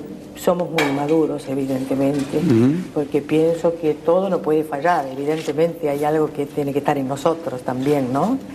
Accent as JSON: {"language": "Spanish", "country": "Argentina", "said": "por suerte los argentinos somos esperanzados."}